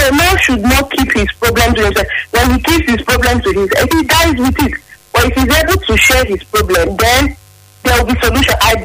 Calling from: Benin City, Edo, Nigeria; I'm calling from Idogbo Bypass.

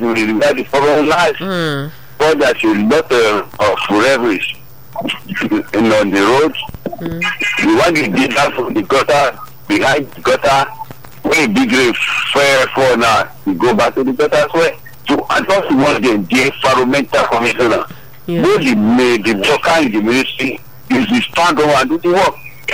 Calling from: Oshodi, Lagos, Nigeria; calling you from Oshodi this morning.

